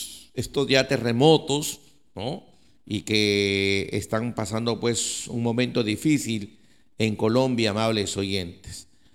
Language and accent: Spanish; Peru; nosotros somos los peruanos así